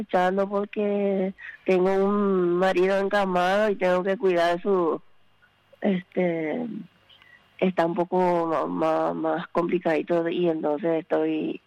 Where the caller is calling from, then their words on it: Asunción, Paraguay; Acá en el barrio, acá en la Asunción, barrio republicano.